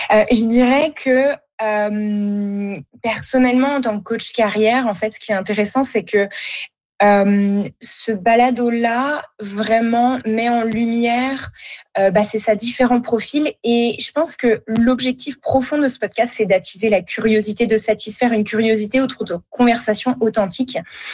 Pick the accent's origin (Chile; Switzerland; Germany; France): France; moved away as an adult; now in Canada; Alors en fait, moi je suis française d'origine, je suis arrivée au Canada, au Québec notamment en 2021